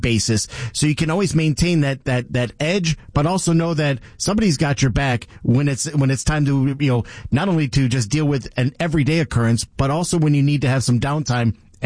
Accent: Nevada, United States; we grew up in Southern Nevada. You know, this is a 21 and over town in many respects.

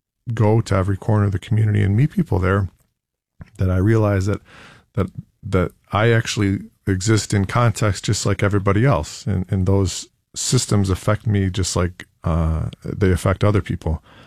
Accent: Penfield, New York, United States; Well, yeah, I'm a white guy. I have a similar background to Shane. I grew up in Penfield

